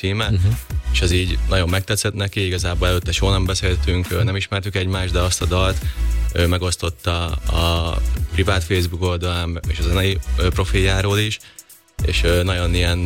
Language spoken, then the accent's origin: Hungarian; Győr-Moson-Sopron, Hungary; mert egy helyről származunk, szóval ő is Sopron környéki